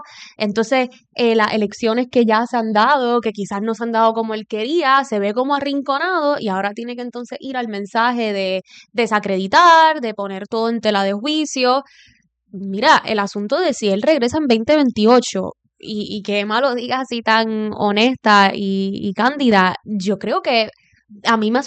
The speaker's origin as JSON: {"language": "Spanish", "country": "Puerto Rico", "said": "Y hay que hacer la paz con eso, como puertorriqueños, colonia de los Estados Unidos."}